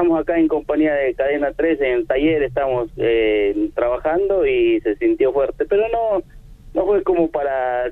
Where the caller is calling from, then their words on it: Las Heras, Mendoza, Argentina; Yo le estoy llamando acá de Las Heras.